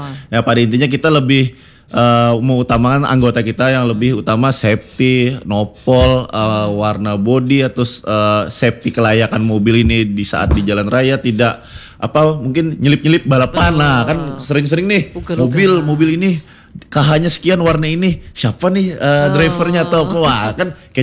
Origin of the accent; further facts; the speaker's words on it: Palangkaraya, Central Kalimantan, Indonesia; born there; Kalimantan, karena kan saya memang kelahiran Palangkaraya kan